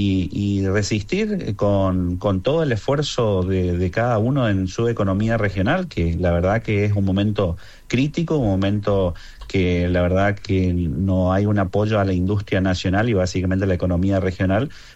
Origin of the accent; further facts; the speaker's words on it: Argentina; la cultura de trabajo que tenemos los argentinos y lo creativo que somos los argentinos